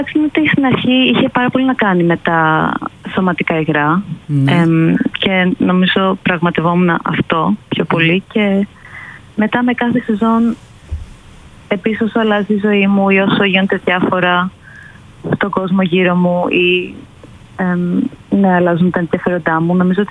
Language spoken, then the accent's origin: Greek; Greece; now in London, United Kingdom; Εγώ είμαι Ελληνίδα, αλλά μένω στο Λονδίνο.